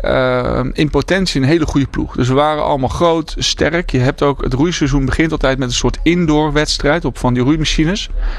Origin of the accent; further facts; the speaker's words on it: Heerhugowaard, North Holland, Netherlands; now in Groningen, Netherlands; En nou, ik kwam uit Heerhugowaard, dat ligt bij Alkmaar. En ik was dus nieuw in Groningen.